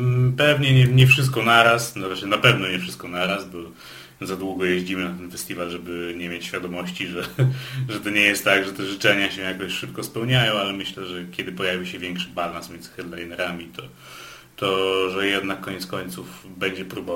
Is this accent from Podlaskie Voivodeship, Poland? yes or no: yes; Białystok, Podlaskie Voivodeship, Poland; born there; jako białostoczaninowi z urodzenia